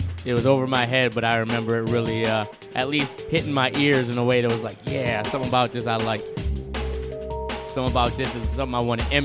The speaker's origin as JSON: {"language": "English", "town": "Mount Clemens", "region": "Michigan", "country": "United States", "tie": "born or raised there", "said": "I grew up in Mount Clemens, Clinton Township area."}